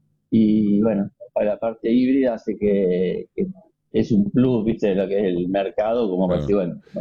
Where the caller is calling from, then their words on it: Buenos Aires, Argentina; Yo soy de Buenos Aires. Vivo en Buenos Aires. tengo mi familia allá, todo, y hago 2 meses acá y 2 meses allá.